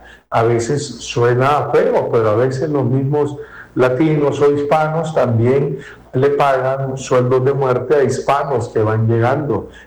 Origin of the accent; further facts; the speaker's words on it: Sonsonate, El Salvador; como dicen aquí en mi país, como que fueras el último coco de Sonsonate. En Sonsonate, donde hay mucho coco, acá